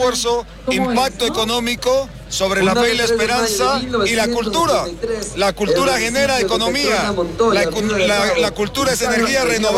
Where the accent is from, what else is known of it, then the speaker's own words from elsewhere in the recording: Bolivia; estoy como un boliviano más que ama la cultura nacional.